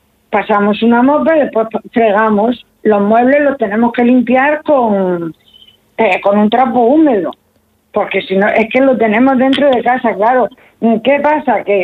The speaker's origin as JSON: {"language": "Spanish", "region": "Galicia", "country": "Spain", "moved": "yes", "said": "yo mi intención en un tiempo había sido irme a mi tierra, a Galicia, que yo soy de allí."}